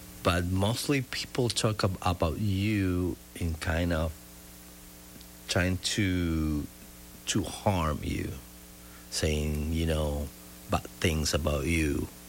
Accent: Santiago de Cuba, Cuba; English is a second language; So, Vacilón Santiaguero, because I come from Santiago, de Cuba, and Santiago is a very musical city.

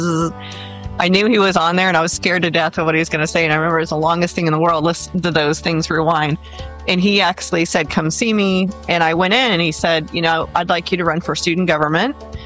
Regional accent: Texas, United States; I grew up in South Texas, and I grew up in an agriculture environment. So we raised Black Angus cattle and quarter and paint horses.

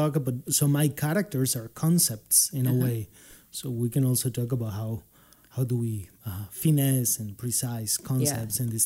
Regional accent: Bogota, Bogotá, Colombia; English is a second language; moved away as an adult; also born or lived in Binghamton, New York / Nashville, Tennessee; now in Spokane, United States; Yeah, I was born and raised in Bogota.

